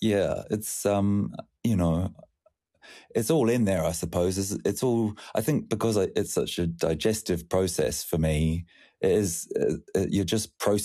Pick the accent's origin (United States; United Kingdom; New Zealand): New Zealand; particularly when I was younger and growing up in New Zealand, and there weren't many songwriters around in Australasia that I really sort of aspired to be.